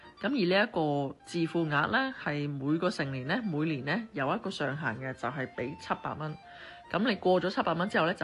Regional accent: Hong Kong

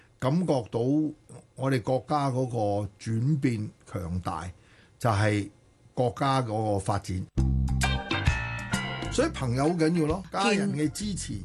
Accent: Hong Kong; 咁梗係點一首我哋香港人耳熟能詳。

